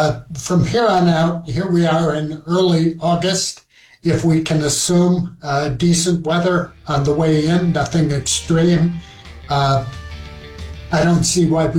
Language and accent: English; Minnesota, United States; You look at my home state of Minnesota, Michelle